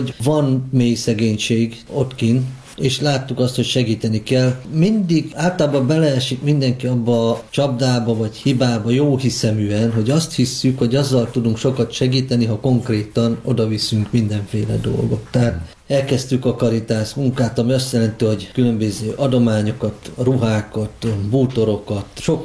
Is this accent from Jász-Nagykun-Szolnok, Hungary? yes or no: no; Szabolcs-Szatmár-Bereg, Hungary; now in Hajdúdorog, Hungary; Én Nyérpataki vagyok.